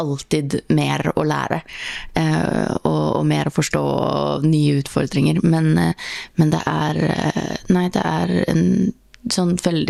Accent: Southern Norway, Norway; Swedish is a second language; Som man hör så är jag från, inte engang från norsk sida av Sápmi. Jag har vuxit upp sörpå i Norge.

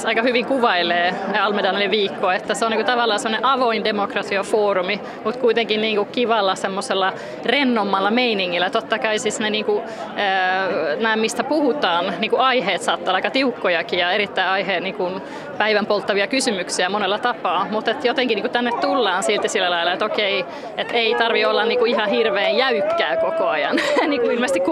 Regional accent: Sweden

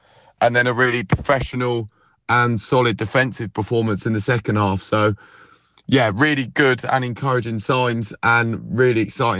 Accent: Poole, South West England, United Kingdom; I'm from Poole, Dorset.

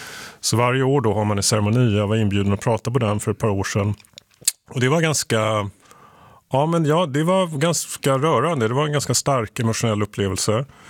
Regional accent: Sweden; som svensk så kommer man dit så blir man lite så här, jag var förvånad första gången jag kom dit faktiskt.

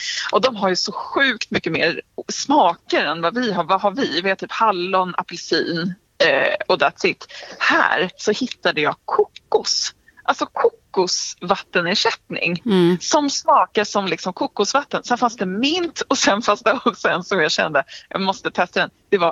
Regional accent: Sweden

